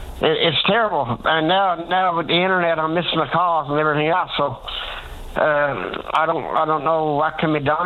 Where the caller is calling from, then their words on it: St. Lawrence, Newfoundland and Labrador, Canada